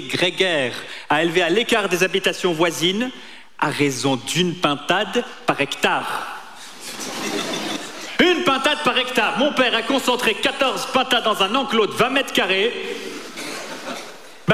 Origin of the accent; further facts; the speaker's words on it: Tunisia; now in France; moi, je viens de Tunisie, dans une famille d'alcooliques psychotiques, dans un contexte répressif et dictatorial.